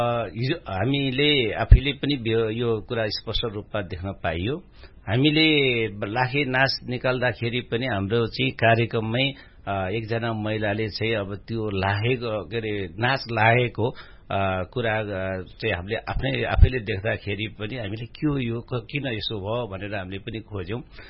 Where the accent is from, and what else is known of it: Pokhara, Gandaki Province, Nepal; born or raised there